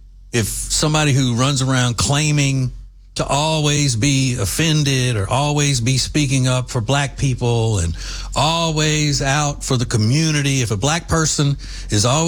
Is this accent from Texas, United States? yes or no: yes; Texas, United States; I'm from Texas